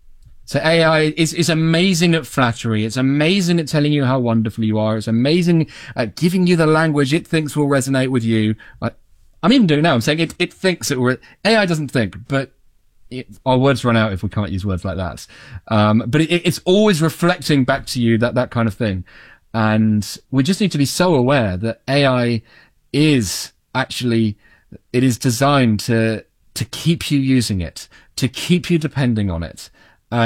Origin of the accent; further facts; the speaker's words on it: United Kingdom; because I'm British